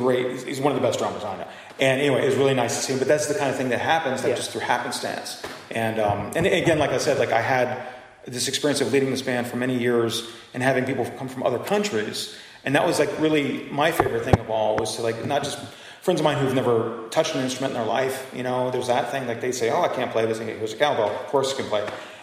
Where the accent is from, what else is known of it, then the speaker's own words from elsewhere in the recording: New Orleans, Louisiana, United States; I'm from here. I'm from New Orleans.